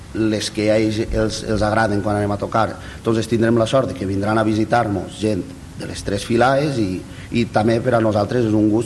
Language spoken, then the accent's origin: Catalan; Alfarrasí, Valencian Community, Spain; now in Bèlgida, Spain; jo soc fester en el meu poble, perquè jo soc d'Alfarrasí, jo soc així un belgidà adoptiu